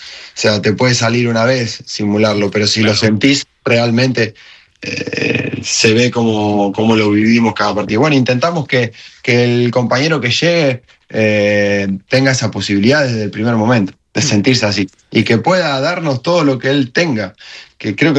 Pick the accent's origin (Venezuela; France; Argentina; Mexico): Argentina; now in Spain; la pude vivir en mi país porque justo estaba de vacaciones